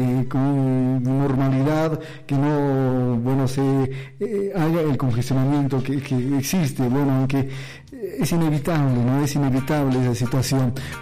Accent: Potosí, Bolivia

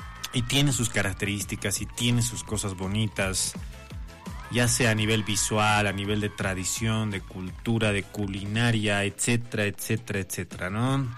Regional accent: Potosí, Bolivia; porque a mí me encanta mi ciudad, ¿no? Potosino muy, muy orgulloso de mi tierra

